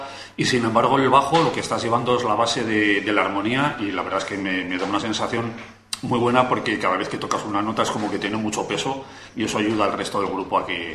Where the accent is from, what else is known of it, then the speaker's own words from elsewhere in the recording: San Sebastián, Basque Country, Spain; now in Huesca, Spain; yo nací en San Sebastián.